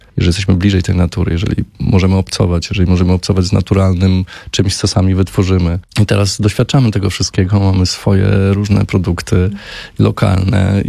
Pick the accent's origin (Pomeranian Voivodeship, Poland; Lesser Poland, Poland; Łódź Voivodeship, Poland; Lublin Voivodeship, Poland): Lublin Voivodeship, Poland; Lublin; ja pochodzę z Lublina i jakoś tak się potoczyły losy, że teraz właśnie mieszkamy tam w jeszcze pewniej harmonii naturą.